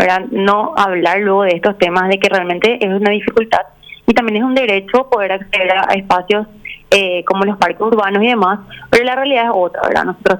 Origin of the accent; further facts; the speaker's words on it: San Lorenzo, Central, Paraguay; yo particularmente soy de San Lorenzo